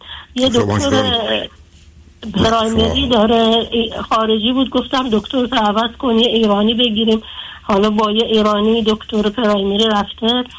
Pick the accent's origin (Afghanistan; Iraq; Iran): Iraq; بعد منم خودم از عراق اومدیم از زمان جنگ و ما خودمونم با یه مادر 25 ساله با 8 بچه بزرگ شدیم تو شرایط سخت.